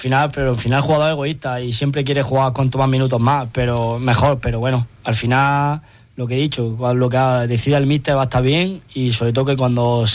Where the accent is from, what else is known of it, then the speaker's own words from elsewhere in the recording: Jaén, Andalusia, Spain; yo soy un jugador de la ciudad, soy del Real Jaén, aficionado del Real Jaén desde chico